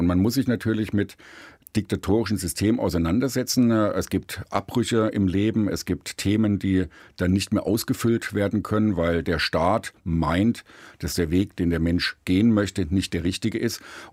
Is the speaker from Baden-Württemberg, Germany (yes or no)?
no; Thuringia, Germany; in Südthüringen, wo ich herkomme, also im ehemaligen Bezirk Suhl, war die Grenze da und das Leben war in der DDR vorgeformt bzw. vorgeprägt.